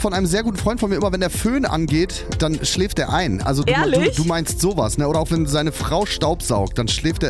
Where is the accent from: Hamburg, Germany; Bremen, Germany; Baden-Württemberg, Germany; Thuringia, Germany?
Bremen, Germany; bin ich Bremer